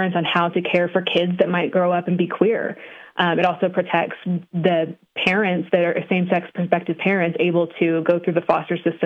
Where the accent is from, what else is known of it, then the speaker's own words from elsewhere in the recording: Texas, United States; now in New Mexico, United States; I'm from Texas originally, and I am a transplant.